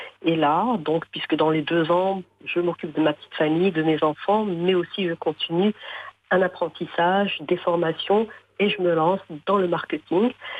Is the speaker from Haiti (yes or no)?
no; France; also born or lived in Morocco; faut dire que j'ai baigné dans deux cultures. J'ai grandi en France, puis après, donc, revenu au pays, donc, avec les parents